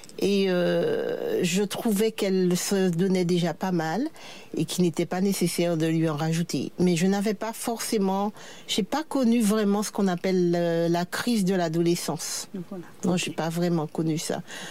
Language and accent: French; Rivière-Salée, Martinique, France; Pour ma part, j'ai grandi à Rivière-Salée